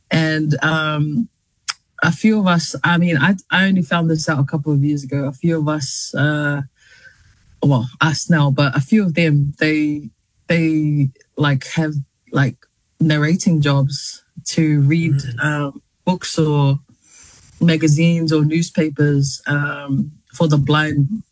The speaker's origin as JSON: {"language": "English", "town": "Massey", "region": "Auckland", "country": "New Zealand", "tie": "born or raised there", "said": "I grew up in Massey, West Auckland, and yeah, born and raised in West Auckland. But yeah, grew up, I guess, in a traditional Samoan household."}